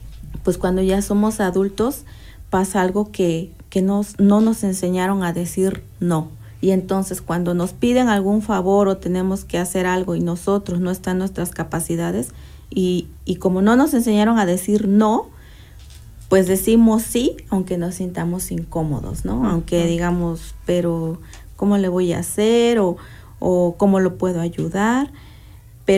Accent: Mexico; como mexicanos, como tradición, como costumbre

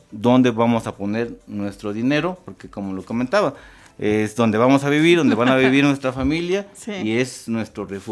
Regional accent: Jalacingo, Veracruz, Mexico; yo soy de Jalacingo y prácticamente es el mismo clima, muy, muy parecido.

